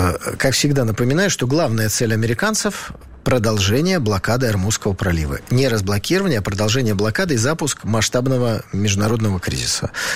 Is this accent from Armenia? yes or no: yes; Armenia; Армения, это ну, мы, армяне, да, находится в очень сложном и плохом географическом положении